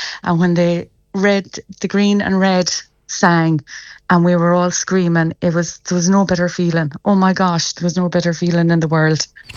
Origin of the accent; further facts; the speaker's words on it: Claremorris, County Mayo, Ireland; It's funny because he grew up in Clamorris on Common Road. I grew up on Common Road, and we never met.